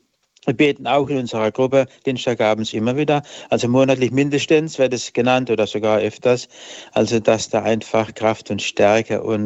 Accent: Hornberg, Baden-Württemberg, Germany; Also ich bin jetzt ausnahmsweise nicht in Lahr, sondern in meiner Heimat in Hornberg bei Dielheim, Wisloch.

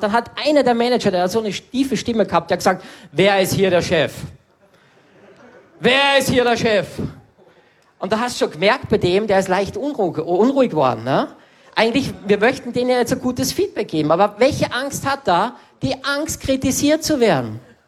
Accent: Salzburg, Austria; Und bei uns in Salzburg hat es so eine Villenreihe gegeben.

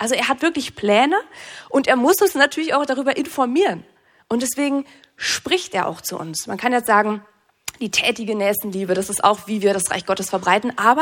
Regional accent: North Rhine-Westphalia, Germany; Ich komme aus NRW.

